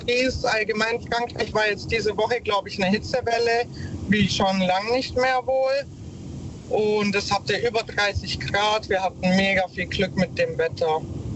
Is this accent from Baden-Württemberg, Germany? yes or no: yes; Ulm, Baden-Württemberg, Germany; Ich bin sehr gerne auch in meiner Heimat. Ich bin ja hier in Ulm auch geboren und ich bin super gerne hier.